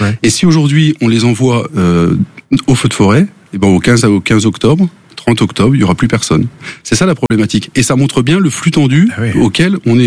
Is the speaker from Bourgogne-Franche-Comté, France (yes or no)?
yes; Chablis, Bourgogne-Franche-Comté, France; le Chablis, ce n'est pas de l'alcool. Donc, je suis de là-bas